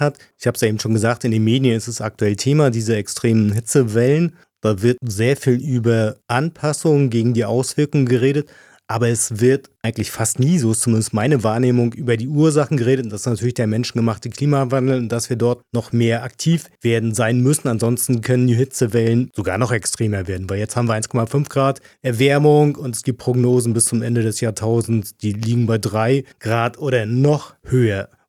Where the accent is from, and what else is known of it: Germany